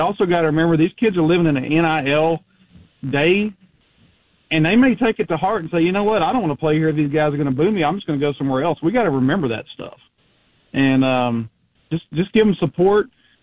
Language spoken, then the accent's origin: English; Texas, United States; I listen to every morning in Texas. I'm so glad for modern technology where I can listen to my home state over there.